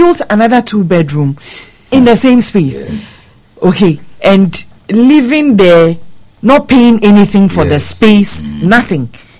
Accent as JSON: {"language": "English", "country": "Ghana", "said": "I'm a Ghanaian"}